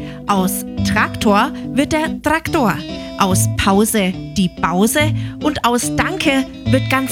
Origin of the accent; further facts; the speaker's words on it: Bavaria, Germany; accent: Franconian; Wir sitzen hier zwischen Bayern, Thüringen, Hessen und Baden-Württemberg und jeder hat ein Stück Sprache dagelassen.